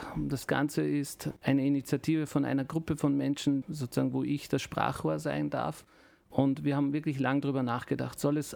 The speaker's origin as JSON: {"language": "German", "region": "Salzburg", "country": "Austria", "tie": "born there", "said": "Ich bin in der dritten, meine Kinder in der vierten Generation hier."}